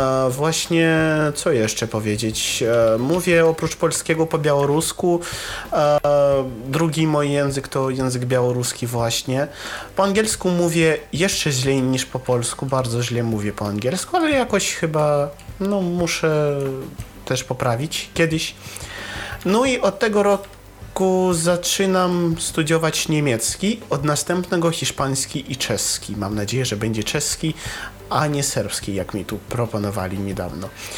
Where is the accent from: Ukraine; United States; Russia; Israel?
Russia; Polish is a second language; Ja jestem Rosjaninem. Cały mój, po prostu cała moja rodzina to Rosjanie.